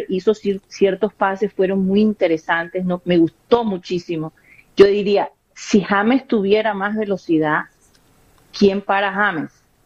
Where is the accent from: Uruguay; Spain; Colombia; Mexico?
Colombia; todos son colombianos, nosotros somos colombianos